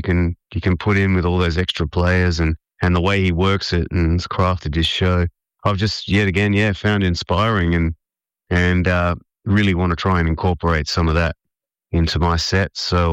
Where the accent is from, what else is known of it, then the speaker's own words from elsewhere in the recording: Adelaide, South Australia, Australia; Then my hometown, Adelaide, at the Gov, Governor Hindmarsh, on the 28th of November.